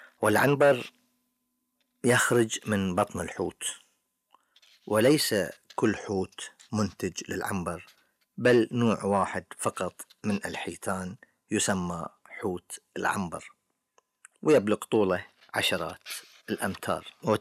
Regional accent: Bahrain; عندنا في البحرين

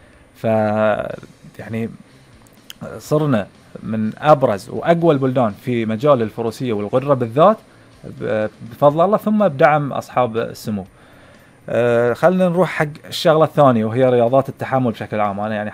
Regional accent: Bahrain; فعندك انت بطولات متنوعه عندنا في البحرين

